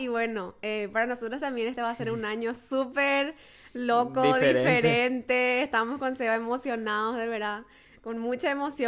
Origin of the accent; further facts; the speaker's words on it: Paraguay; now in Oklahoma, United States; pero yo soy paraguaya